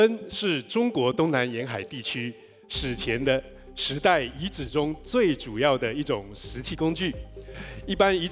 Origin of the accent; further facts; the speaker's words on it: Taiwan; moved away as an adult; now in Pingnan, China; 是屏南南岛语族溯源人 … 我来自台湾，来到这里工作已经六年了。